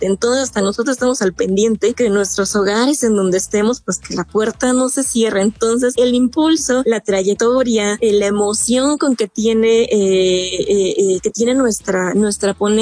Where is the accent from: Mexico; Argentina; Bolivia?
Mexico; todos estos elementos conforman nuestra identidad como mexicanos, sentimos nuestro orgullo de serlo